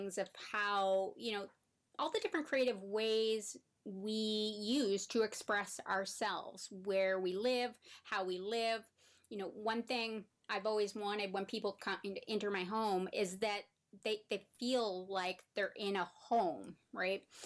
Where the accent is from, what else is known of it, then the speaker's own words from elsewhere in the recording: Canada; You know, I'm from Canada, but I can tell you, I've lived in Vancouver for many years